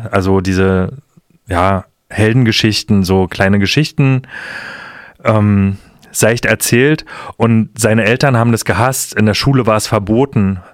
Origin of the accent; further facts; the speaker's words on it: Germany; now in Dresden, Germany; ich bin in der DDR groß geworden